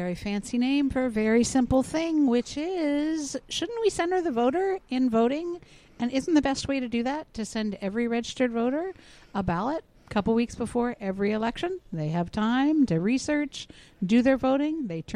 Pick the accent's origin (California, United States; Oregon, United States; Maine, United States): Oregon, United States; So I'm from Oregon, where we have been voting at home since 2000.